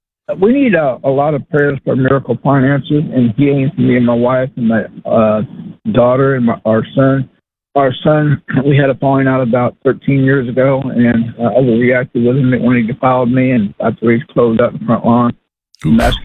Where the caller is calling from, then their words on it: Mount Vernon, Illinois, United States; Yes, sir. I'm calling from Mount Vernon, Illinois.